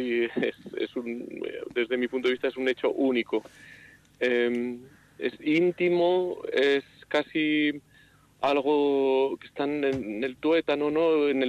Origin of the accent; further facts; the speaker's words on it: Vitoria, Basque Country, Spain; somos una familia de Saramaga y que hemos crecido en Vitoria y bueno, pues hay cosas de nuestra tierra que nos gustan, otras que no nos gustan tanto